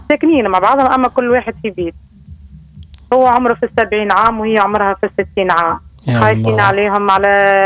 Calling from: Sousse, Sousse Governorate, Tunisia

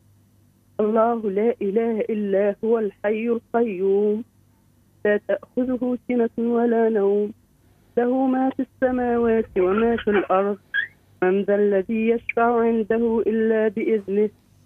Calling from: Siliana, Tunisia

